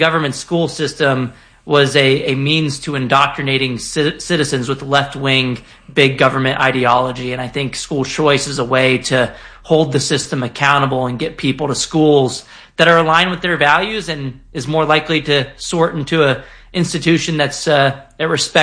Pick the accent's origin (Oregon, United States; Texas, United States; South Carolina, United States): Texas, United States; San Antonio; I also experienced school choice growing up in San Antonio, Texas. I went to government schools all K through 12.